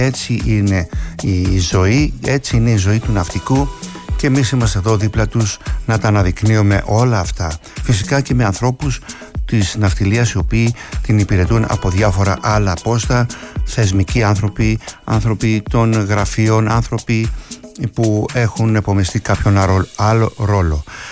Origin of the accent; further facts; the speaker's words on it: Kasos, South Aegean, Greece; στο νησί μου την Κάσο